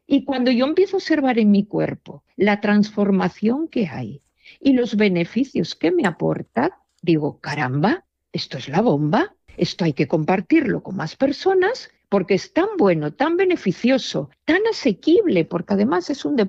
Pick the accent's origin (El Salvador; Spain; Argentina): Spain; pero como española mayor de 70, solamente yo.